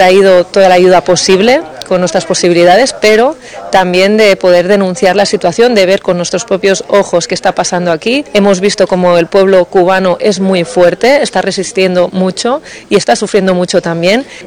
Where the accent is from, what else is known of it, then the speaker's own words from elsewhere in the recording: Badalona, Catalonia, Spain; Yo soy ciudadana de Badalona, que es de donde es esta ONG